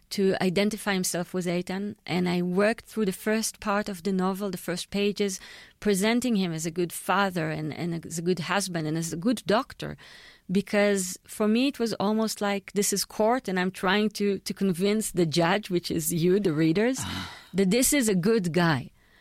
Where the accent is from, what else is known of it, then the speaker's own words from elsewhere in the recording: Israel; when I grew up in Israel